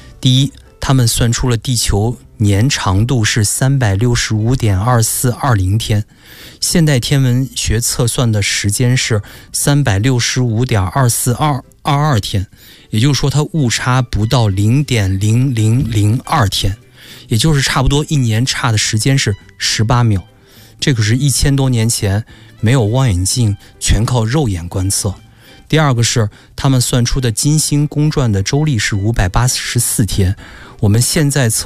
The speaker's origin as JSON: {"language": "Chinese", "country": "China", "said": "我们中国人都应该更容易引起共鸣"}